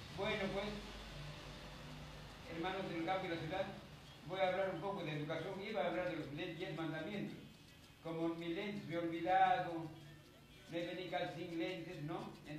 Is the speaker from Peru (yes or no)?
yes; Peruvian Amazon, Peru; yo soy selvático. Yo soy como dice la gente, va a ser charapa, yo soy charapaza, selvático, yo.